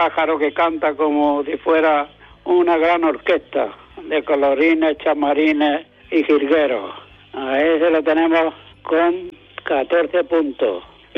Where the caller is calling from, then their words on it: Almuñécar, Andalusia, Spain; de Almuñécar, de la Peña El Aguacate, el gerente.